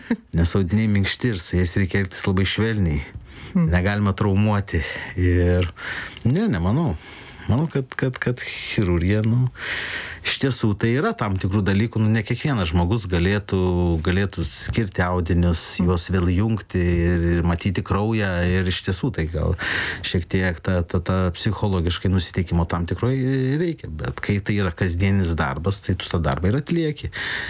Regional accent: Mažeikiai, Telšiai County, Lithuania; now in Kaunas, Lithuania; Taip, esu iš Žemaitijos atvykęs į Kauną.

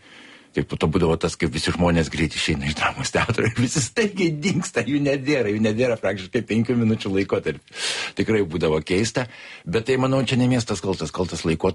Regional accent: Kaunas, Kaunas County, Lithuania; born there; now in Vilnius, Lithuania; šiaip tai aš visai ką save pozicionuoju kaip vilnietė, nes, bet kai manęs paklausė apie gimimą, aš jiems pasakau, kad tie pirmieji du metai vis tiek yra Kaune, ir gimimas yra Kaune

